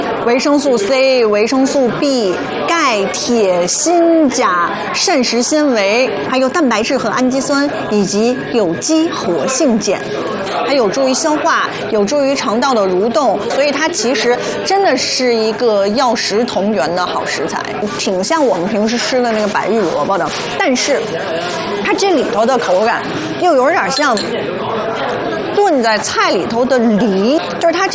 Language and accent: Chinese; Xinjiang, China; now in Beijing, China; 对于在新疆长大的姑娘来说哈，这个并不陌生